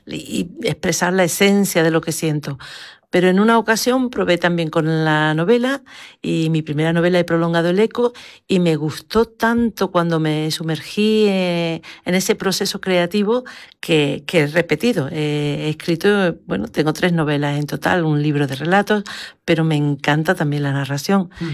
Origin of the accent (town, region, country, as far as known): Lucena, Andalusia, Spain; born there; moved away